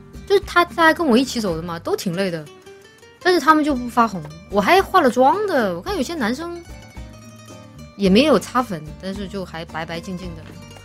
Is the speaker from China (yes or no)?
yes; Chongqing, China; 我以为只有我们重庆人不会骑自行车。